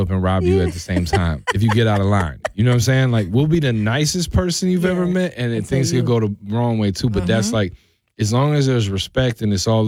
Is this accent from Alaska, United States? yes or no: no; Milwaukee, Wisconsin, United States; moved away; I didn't realize that was a Milwaukee thing until I got out of Milwaukee.